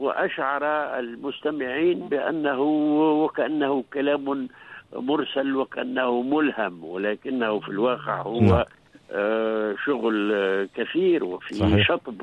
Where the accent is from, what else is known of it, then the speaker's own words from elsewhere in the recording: Tunisia; هنا عندنا في تونس